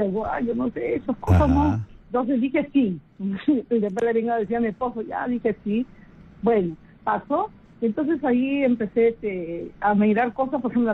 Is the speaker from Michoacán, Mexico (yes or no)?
yes; Pátzcuaro, Michoacán, Mexico; soy de Pátzcuaro.